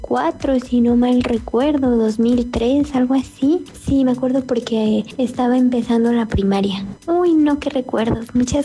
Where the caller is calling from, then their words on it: Puebla, Mexico; tengo 28 años. Y te escucho desde El Jazmín aquí en Fovila María.